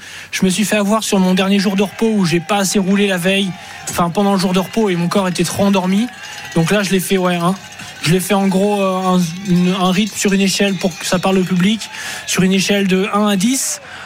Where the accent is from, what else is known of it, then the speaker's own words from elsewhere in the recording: France; En tant que Français sur les routes du Tour, découvrir ça, c'est une chance inouïe.